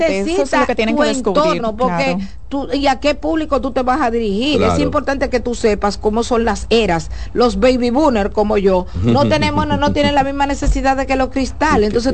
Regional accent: Dominican Republic

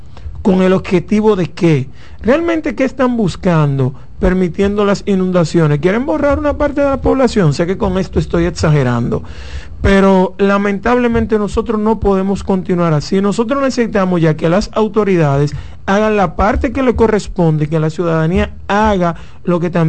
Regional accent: Dominican Republic; nosotros como dominicanos.

